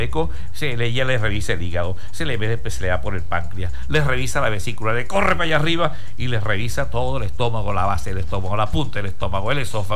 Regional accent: Venezuela; el béisbol venezolano nuestro

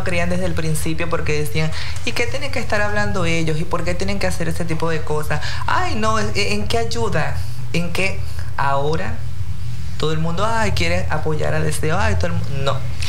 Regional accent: Monagas, Venezuela

